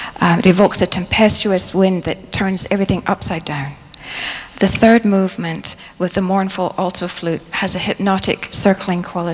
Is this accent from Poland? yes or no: no; Largs, Scotland, United Kingdom; I grew up in Largs on the west coast of Scotland.